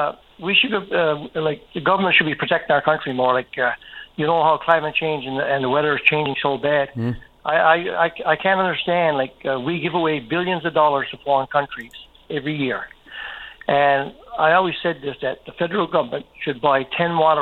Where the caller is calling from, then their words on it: Newfoundland and Labrador, Canada; I'm calling you from the West Coast. It's beautiful over here.